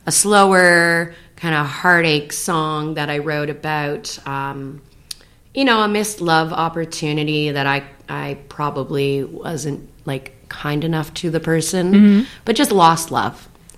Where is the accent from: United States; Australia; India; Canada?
Canada; Toronto, Ontario; it has a shout out to my hometown of Toronto is how we say it out here, right? Toronto.